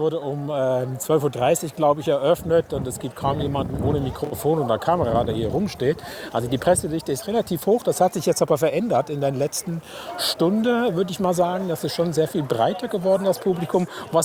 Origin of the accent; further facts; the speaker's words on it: Berlin, Germany; als Berliner